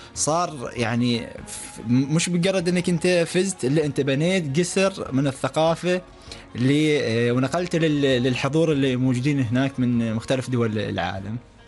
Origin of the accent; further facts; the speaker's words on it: Oman; وكنا نحن ثلاثة عمانيين